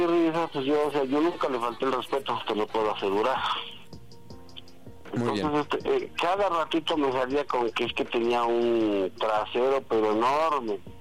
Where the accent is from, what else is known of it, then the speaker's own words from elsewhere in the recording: Nezahualcóyotl, State of Mexico, Mexico; Mira, yo tengo 47 años y soy de aquí de Ciudad Neza.